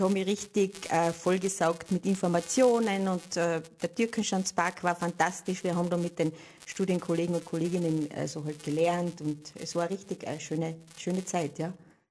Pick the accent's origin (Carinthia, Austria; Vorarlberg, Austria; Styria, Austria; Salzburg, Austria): Carinthia, Austria; moved away as an adult; also born or lived in England / Vienna; jetzt hält mich in Kärnten eigentlich nichts mehr.